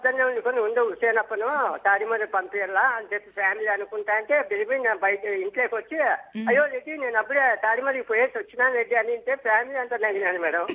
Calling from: Anantapur, Andhra Pradesh, India; నేను అనంతపూర్ ఆర్టిస్ట్ నుంచి

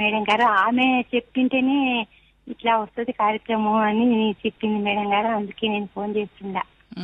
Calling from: Brahmanakotkur, Andhra Pradesh, India; మాది బ్రాహ్మణకొట్కూరండి, కర్నూలు జిల్లా.

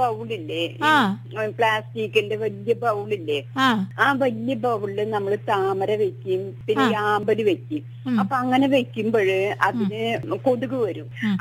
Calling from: Athani, Kerala, India

